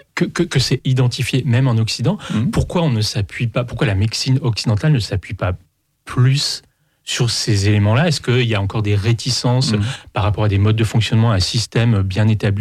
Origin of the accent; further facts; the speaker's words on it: France; chez nous, en France particulièrement.